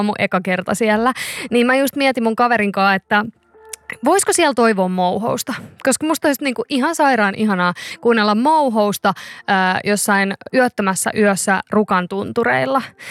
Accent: Turku, Southwest Finland, Finland; mä oon Turusta

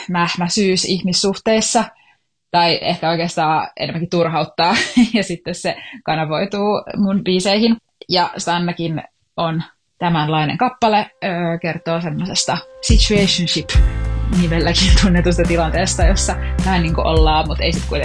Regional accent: Helsinki, Uusimaa, Finland; ja mä oon helsinkiläinen musiikintekijä ja laulaja.

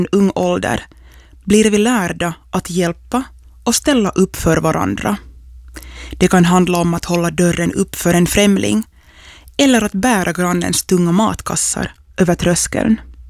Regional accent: Träskända, Uusimaa, Finland; från Träskända och du lyssnar till Andrum i Ylevega.

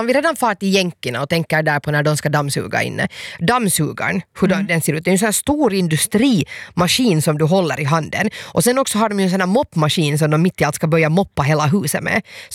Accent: Finland; Nej, och jag förstår liksom den här grejen att varför vi finländare är så nöj

